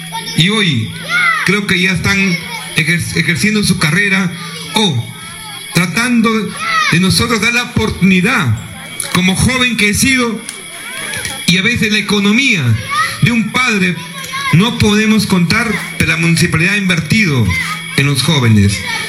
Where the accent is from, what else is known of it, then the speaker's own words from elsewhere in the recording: Peru; Soy copaíno, tengo 46 años